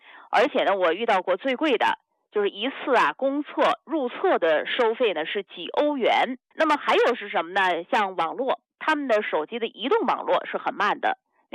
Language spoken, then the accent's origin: Chinese; China